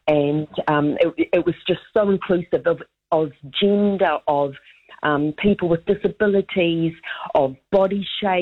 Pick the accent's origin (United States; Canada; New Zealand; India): New Zealand; being a Kiwi